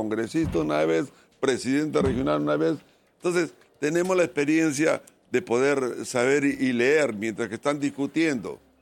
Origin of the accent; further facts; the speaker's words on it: Peru; tenemos nosotros como peruanos